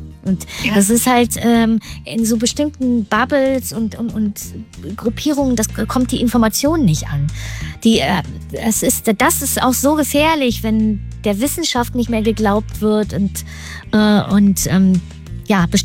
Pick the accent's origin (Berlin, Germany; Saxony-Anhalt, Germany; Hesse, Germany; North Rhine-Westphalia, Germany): Saxony-Anhalt, Germany; moved away; Sachsen-Anhalt ist meine alte Heimat und das berührt mich alles sehr